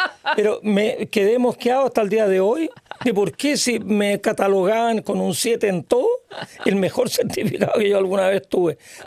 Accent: Parral, Maule, Chile; also born or lived in Valparaíso / Villa Alemana / Talca; De Parral. En Parral me crié. En realidad yo nací en Valparaíso.

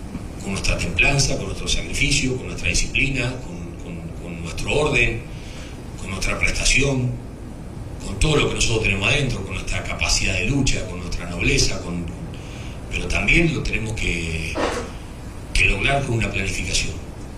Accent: Paraguay; Sin que eso signifique perder de vista que somos paraguayos.

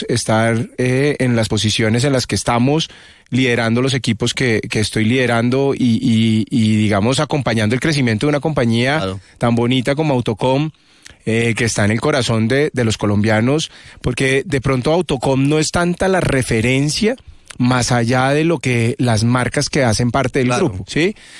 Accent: Bogotá, Bogotá Capital District, Colombia; mi acento es un poco difícil de ubicar porque por el trabajo de mi padre tuve la fortuna de vivir en diferentes partes del país, sí. y del planeta y eso hace que se le esconda a uno, pero soy bogotano 100%, Rolo. Nacido aquí en Bogotá.

